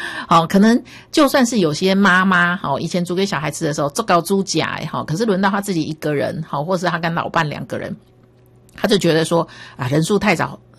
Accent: Taiwan

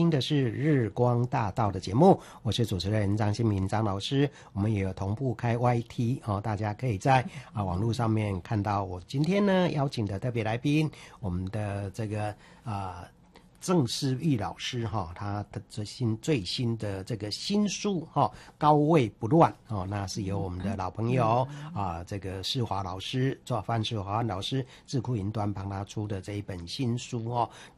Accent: Changhua County, Taiwan; 这个是我彰化是我的老家啦

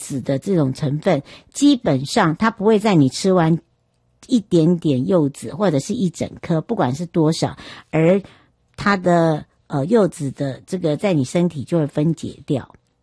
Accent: Taiwan; 带回来的时候要回到我的故乡花东纵谷

